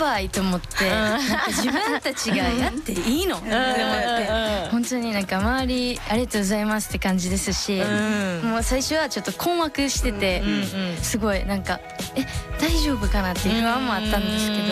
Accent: Kansai, Japan; now in Tokyo, Japan; 地元はみんな関西で、

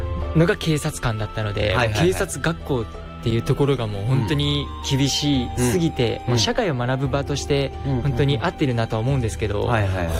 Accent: Aichi, Japan; moved away as an adult; now in Tokyo, Japan; 地元が愛知県ですね。愛知県の春日井市と岡崎市の警察署に、3年と2年いたんですけど

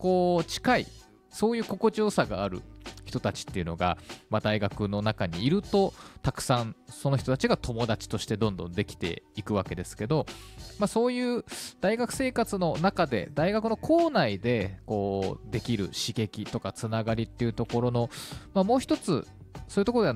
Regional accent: Nagoya, Aichi, Japan; moved away as an adult; now in Kyoto, Japan; 僕のこう地元の名古屋では

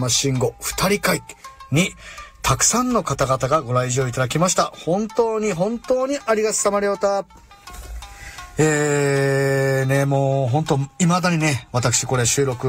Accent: Uragami, Kagoshima, Japan; そして私の地元浦上町の浦上清掃年団の8月踊り

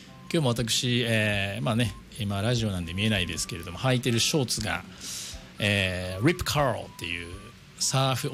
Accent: Nagoya, Aichi, Japan; moved away as an adult; also born or lived in Kansai; 私は名古屋で生まれ育ちました、両親ともに名古屋なんですけれども、高校卒業と同時にですね関西に移動ですね移住をしましたので、今は頑張って標準語を喋ってますが、友達と気を抜くとすぐ、関西弁になってしまいます

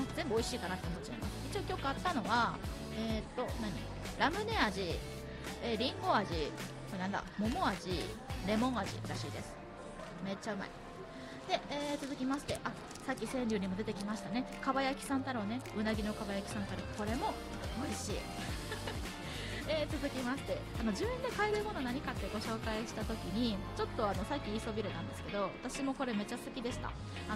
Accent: Nagasaki, Japan; 私のね地元長崎県のまあ大秘境にあるんですけれども、

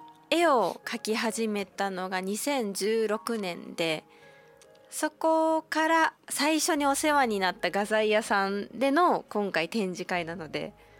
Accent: Makinohara, Shizuoka, Japan; 私の地元の静岡県牧之原市が台風の被害があって

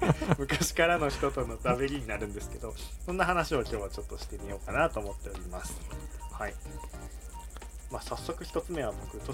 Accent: Kitahiroshima, Hokkaido, Japan; 僕らはこう大曲の出身なので

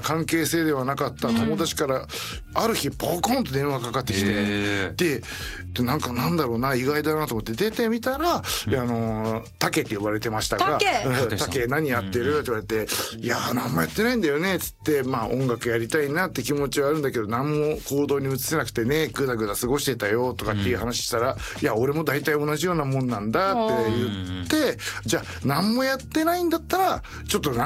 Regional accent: Chiba, Japan; 私自身は千葉県千葉市出身なんですけど、

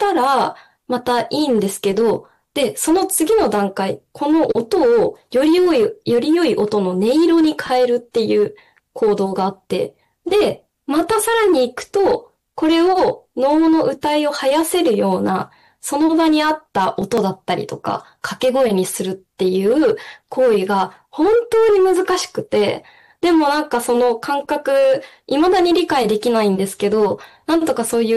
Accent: Hiroshima, Japan; moved away; 地元広島なんですけれども

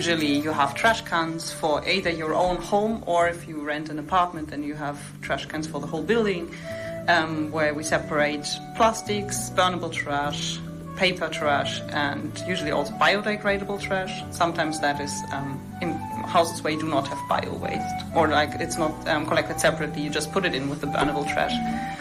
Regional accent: Germany; English is a second language; I'm from Germany.

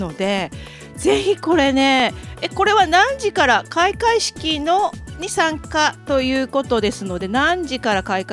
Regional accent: Yonago, Tottori, Japan; 私たち米子市民というかはこの鳥取県西部の人

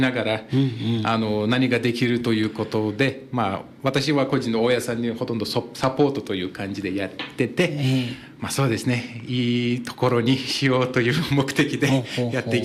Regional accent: Turkey; Japanese is a second language; now in Japan; 私出身はトルコなんで、うん、はい、でも日本に来たのは2018年になりまして、うん、もう今年大体8年間ぐらいになってて

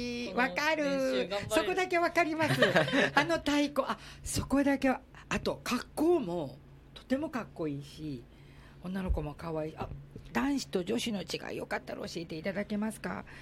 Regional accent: Osaka, Japan; 私ね沖縄の父だけど大阪で育ったんだった

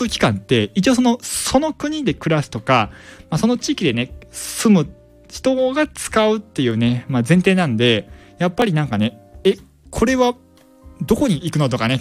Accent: Kansai, Japan; 僕はね、出身がまあね、まあ関西地域なんですけども

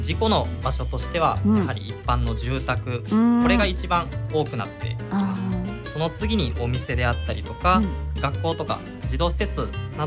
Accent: Osaka, Japan; now in Tokyo, Japan; 私大阪出身でございます。

